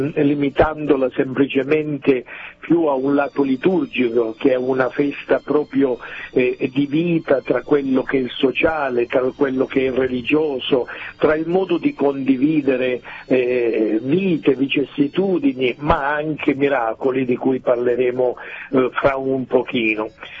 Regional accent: Maierato, Calabria, Italy; San Rocco al mio paese, Maierato, è il santo più amato

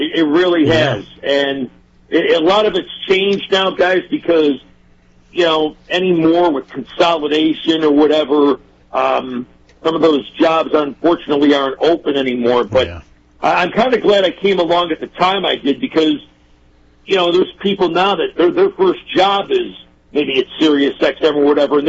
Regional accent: Niagara Falls, New York, United States; Yeah, I'm from Niagara Falls, New York originally

